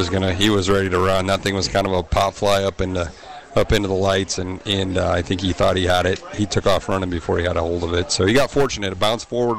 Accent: Battle Creek, Nebraska, United States; I grew up in Battle Creek.

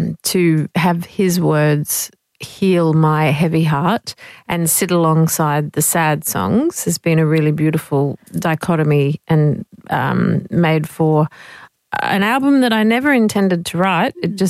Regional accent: Brisbane, Queensland, Australia; Yes, I grew up in Brizzy, so I grew up in suburban Ashgrove in the 80s and loved growing up in Brisbane in the 80s and 90s

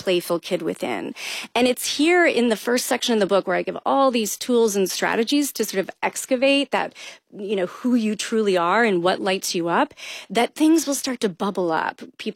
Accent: Kentucky, United States; I grew up in Kentucky.

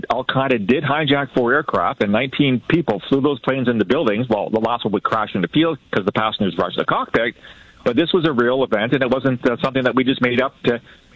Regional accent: London, Ontario, Canada; I mean, I grew up in London, Ontario, right?

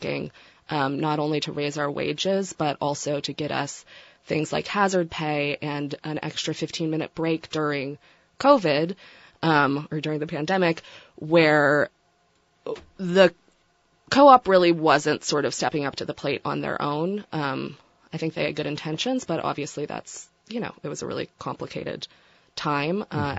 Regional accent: Newfoundland and Labrador, Canada; now in Vermont, United States; I was born in Newfoundland, Canada, born and raised in Canada, and my mom's American, though.

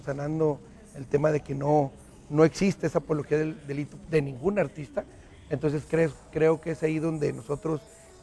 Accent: Fresnillo, Zacatecas, Mexico; Él te puede asegurar que somos de Fresnillo.

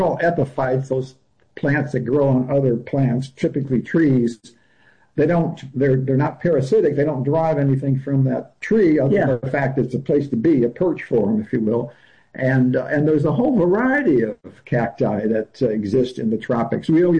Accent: Midwest, United States; also born or lived in Latin America; now in San Diego, United States; I grew up in the Midwest where there wasn't any jungles other than what you could see in a conservatory maybe.

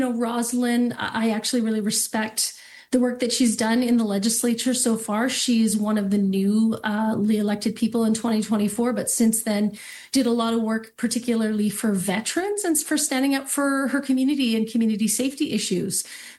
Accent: British Columbia, Canada; as British Columbians

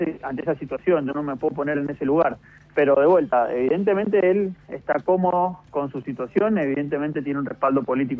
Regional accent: Mendoza, Argentina; a mí como ciudadano, como mendocino y como ministro en una provincia

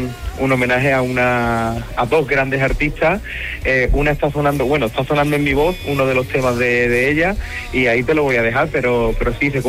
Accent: Andalusia, Spain; por allí, por Sevilla, por Andalucía, por mi tierra

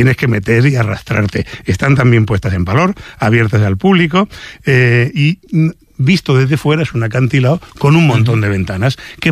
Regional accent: Region of Murcia, Spain; Es que no hablo catalán valenciano y encima soy de Murcia, que me como las S, ¿no? Entonces me resulta difícil.

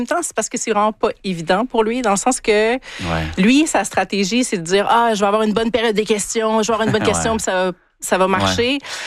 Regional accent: Quebec, Canada; now in Ontario, Canada; moi je viens du Québec

